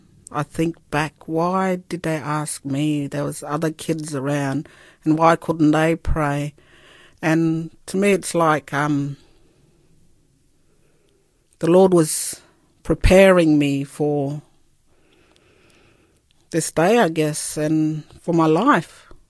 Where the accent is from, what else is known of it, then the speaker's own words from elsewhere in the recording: Mount Levi, Northern Territory, Australia; now in Fink, Australia; I'm originally from Mount Levi community. It's a small community in the Northern Territory, but live in Fink community.